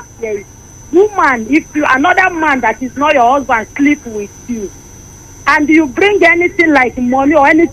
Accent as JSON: {"language": "English", "country": "Nigeria", "said": "Me, I'm from Igbo and I'm married to Benue."}